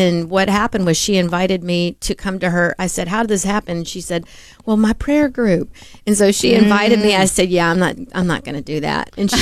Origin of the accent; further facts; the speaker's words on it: the South, United States; Yeah, I grew up in the South.